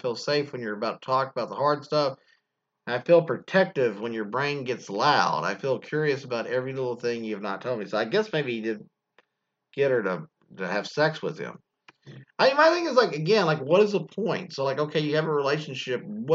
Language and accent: English; Hawaii, United States; born there; I was born in Hawaii to a Chinese-American mom and a Caucasian dad.